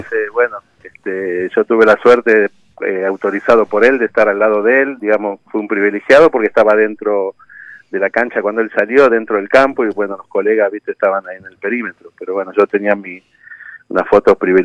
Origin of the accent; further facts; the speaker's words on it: San Miguel de Tucumán, Tucumán, Argentina; yo, como bien lo dijiste, nací acá en Tucumán, en una ciudad difícil, en un barrio difícil, Villa 9 de Julio, ¿viste? Era funcionaba un frigorífico, el matadero